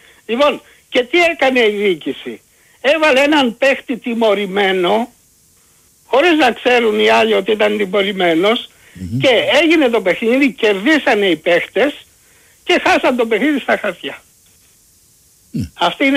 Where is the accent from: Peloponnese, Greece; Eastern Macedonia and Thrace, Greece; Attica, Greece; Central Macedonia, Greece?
Attica, Greece; Pallini; από την Παλίνη.